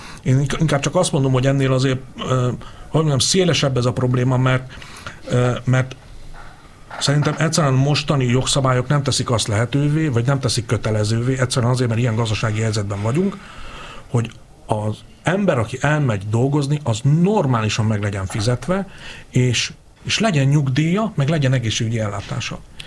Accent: Hungary; vidéken születtem, ebben nőttem fel

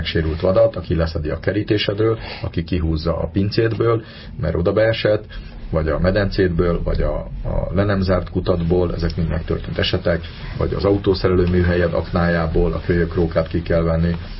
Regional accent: Budapest, Hungary; bár ugye én is pesti vagyok, de pontosan tudom, hogy az adott kis erdők is hogy tűnnek el.

